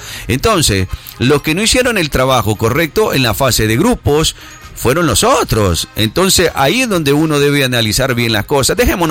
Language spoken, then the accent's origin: Spanish; Argentina; si yo que soy argentino reconoce el trabajo que Barton ha hecho